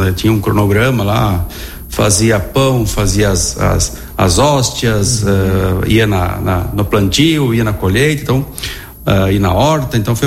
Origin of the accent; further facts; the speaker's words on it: Vila Maria, Rio Grande do Sul, Brazil; Nasci em Vila Maria, né? Numa comunidade do interior de Vila Maria, linha 19 São João, perto da linha 18 Oroso lá, né? Filho de pequenos agricultores, né? Nasci em 77, hoje tenho 49 anos, né?